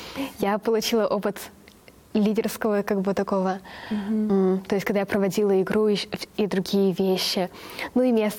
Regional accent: Mexico; Russian is a second language; Да, был момент, что мы такие девушки из Мексики очень много ныли.

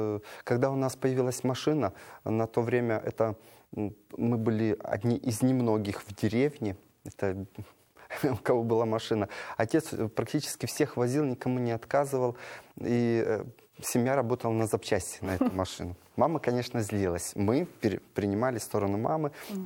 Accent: Zhytomyr Oblast, Ukraine; also born or lived in Kyiv; Родился я в городе Киеве. А все детство провел в Житомирской области на Украине.

